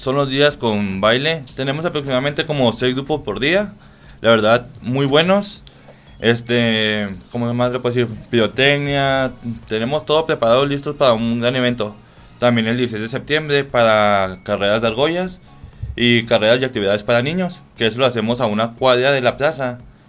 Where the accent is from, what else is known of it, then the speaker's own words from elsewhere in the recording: Mexico; yo soy de la Concordia, toda mi vida ha sido de ahí, gracias a Dios.